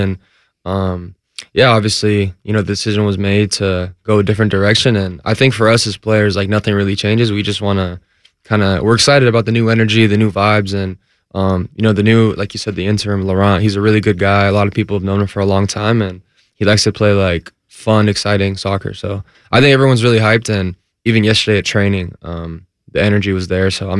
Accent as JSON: {"language": "English", "town": "Fresno", "region": "California", "country": "United States", "tie": "born or raised there", "said": "I'm from Fresno, which is like Central Valley of California, but I was always going to NorCal for like games and stuff."}